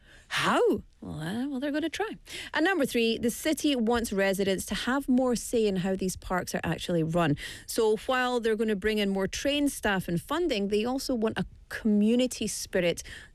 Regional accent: Glasgow, Scotland, United Kingdom; now in Busan, South Korea; Glasgow's nickname, so I'm from Scotland, if you didn't know, Glasgow's nickname is Deer Green Place because there are so many parks.

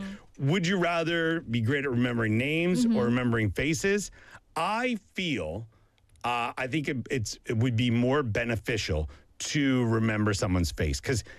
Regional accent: Saint John, New Brunswick, Canada; My hometown, St. John, New Brunswick.

